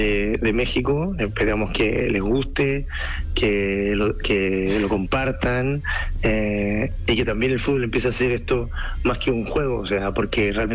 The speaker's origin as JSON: {"language": "Spanish", "country": "Chile", "said": "Peor somos nosotros los chilenos, que ni estamos."}